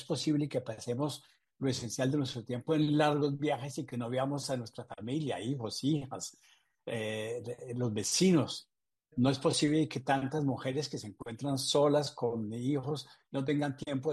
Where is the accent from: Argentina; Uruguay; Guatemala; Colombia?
Colombia; born there; Yo nací en Colombia